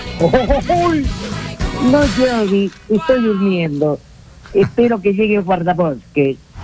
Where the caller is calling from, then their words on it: Chiclayo, Lambayeque, Peru; Estoy de Chiclayo